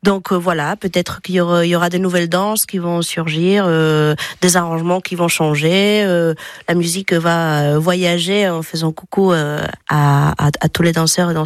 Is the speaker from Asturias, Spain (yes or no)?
yes; Asturias, Spain; first language Asturian; French is a second language; Moi, c'est ma langue maternelle, asturien.